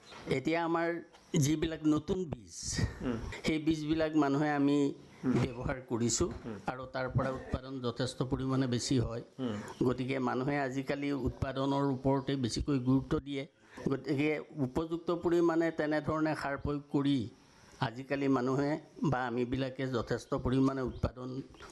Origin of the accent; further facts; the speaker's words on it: Putani Kamar Gaon, Assam, India; মোৰ ঘৰ হৈছে পুতনি কমাৰ গাঁও।